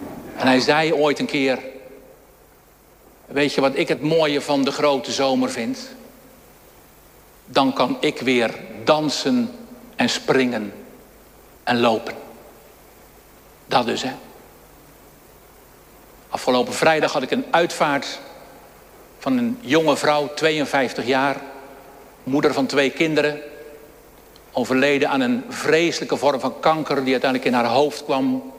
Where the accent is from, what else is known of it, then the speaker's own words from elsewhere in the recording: Dirksland, South Holland, Netherlands; ik ben in Dirksland opgegroeid en geboren ook trouwens. En belijdenis gedaan in de vormde kerk bij dominee van der Linden.